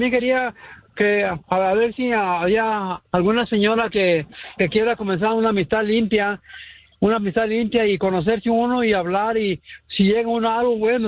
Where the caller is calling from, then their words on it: Los Angeles, California, United States; Le llamo de aquí de Los Ángeles.